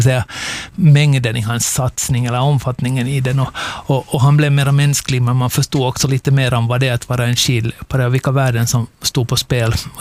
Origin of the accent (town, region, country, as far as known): Finland